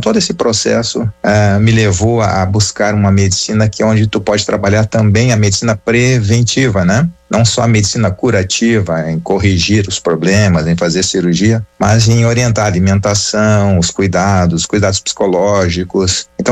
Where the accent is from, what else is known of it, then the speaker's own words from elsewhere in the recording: Pelotas, Rio Grande do Sul, Brazil; moved away as an adult; now in Caxias do Sul, Brazil; Eu fiz minha residência na cidade de Pelotas, eu sou natural de Pelotas, toda a minha família é natural de Pelotas, eu e minha esposa, né?